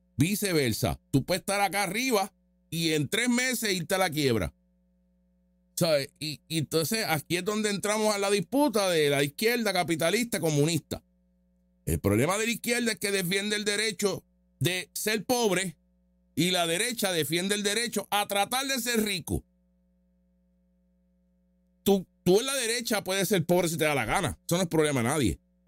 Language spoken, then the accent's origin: Spanish; Puerto Rico; O sea que yo como puertorriqueño no tengo derecho a tener una casa.